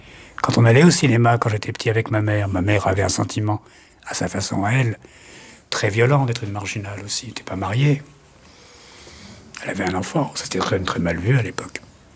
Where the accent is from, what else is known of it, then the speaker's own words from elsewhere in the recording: Paris, Île-de-France, France; born there; Moi, je suis né à Paris. Moi, tout mon imaginaire, toutes mes émotions, mon ancrage, moi qui ne crois pas à la terre, qui ne crois pas aux racines et qui trouve que c'est des conneries, tout ça.